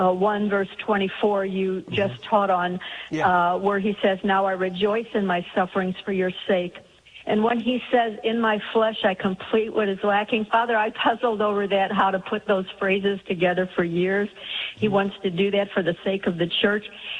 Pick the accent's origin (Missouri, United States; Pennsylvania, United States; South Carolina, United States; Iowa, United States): Missouri, United States; St. Louis; now in Kansas City, United States; Hi, Father, from St. Louis, but now in Kansas City.